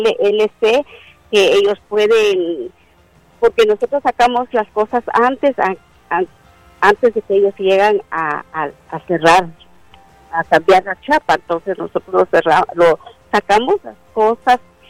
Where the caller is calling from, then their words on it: Houston, Texas, United States; De Houston.